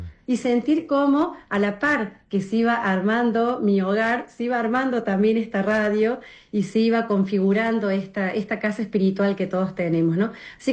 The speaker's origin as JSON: {"language": "Spanish", "country": "Argentina", "tie": "born or raised there", "said": "yo conocí a la radio cuando era muy chica, acá en mi país, en Argentina, con nuestra Radio María Argentina, que mi mamá la escuchaba siempre"}